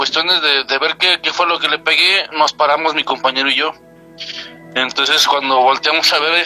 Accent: Saltillo, Coahuila, Mexico; now in El Marqués, Querétaro, Mexico; yo soy de Saltillo, Coahuila. Yo viví mucho tiempo ahí en Coahuila, y lo que es ahí en Parras y Ramos Arizpe

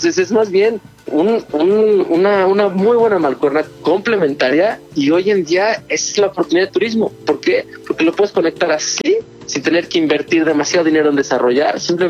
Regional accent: Mexico City, Mexico; now in Valle de Bravo, Mexico

